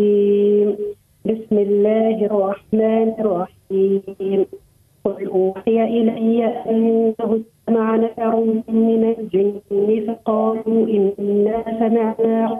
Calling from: Manouba, Tunisia

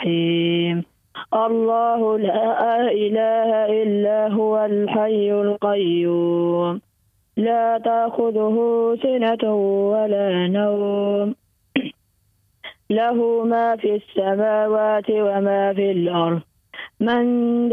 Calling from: Sidi Bouzid, Tunisia; من ولاية سيدي بوزيد.

